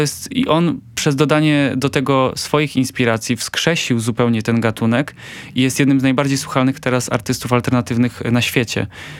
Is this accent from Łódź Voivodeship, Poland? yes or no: no; Poznań, Greater Poland Voivodeship, Poland; Mówię wasza w sumie bardziej kochana Warszawa, bo jestem z Poznania.